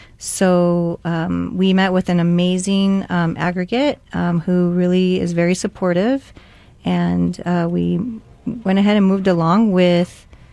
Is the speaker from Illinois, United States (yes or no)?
yes; Chicago, Illinois, United States; also born or lived in California; now in Arizona, United States; so I was born in California and grew up, though, in the city of Chicago, so, and been in Arizona since 2001